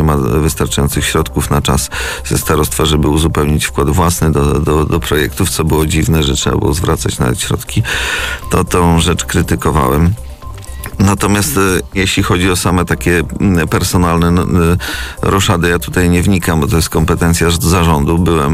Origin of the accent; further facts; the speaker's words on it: Przasnysz, Masovian Voivodeship, Poland; now in Mława, Poland; Ma pani redaktor rację, że jestem z Przasnysza i tutaj z naszego okręgu, można powiedzieć, ale jestem też właścicielem od roku mieszkania w Mławie, także jestem mławianinem